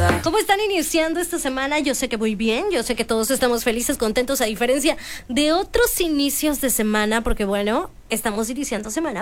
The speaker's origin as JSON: {"language": "Spanish", "country": "Mexico", "said": "los mexicanos somos muy cálidos, muy empáticos, muy todo"}